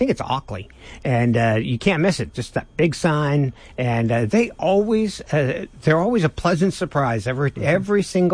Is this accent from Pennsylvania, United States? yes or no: no; Seattle, Washington, United States; moved away; I'm from the Seattle area